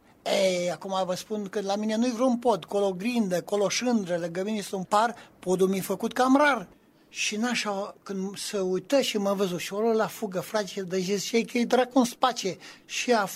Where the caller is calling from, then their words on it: Reșița, Caraș-Severin, Romania; din Reșița